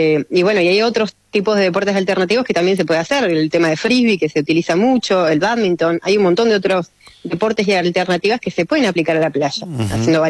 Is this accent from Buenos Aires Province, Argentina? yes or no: no; Viedma, Río Negro, Argentina; somos nacidos y criados en Viedma